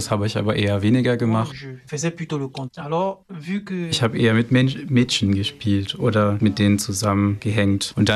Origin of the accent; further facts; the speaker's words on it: Cameroon; moved away as an adult; ich komme aus Kamerun. Ich habe mein Land mittlerweile schon vor 2 Jahren verlassen. Ich bin 27 Jahre alt